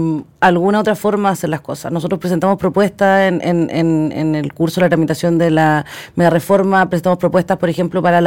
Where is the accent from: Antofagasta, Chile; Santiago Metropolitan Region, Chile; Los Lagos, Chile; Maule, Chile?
Maule, Chile; para poder mejorar la vida de las personas como yo, digamos, como toda la gente con la que me crié. Yo soy del Maule y es parte importante de mi historia